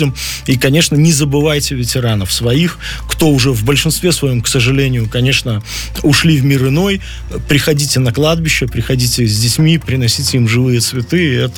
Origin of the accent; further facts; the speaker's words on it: Belarus; Мы, белорусы, имеем и безопасность, и суверенитет.